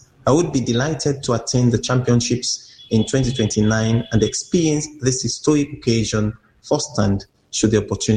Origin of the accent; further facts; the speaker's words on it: Freetown, Western Area, Sierra Leone; from Freetown, Sierra Leone.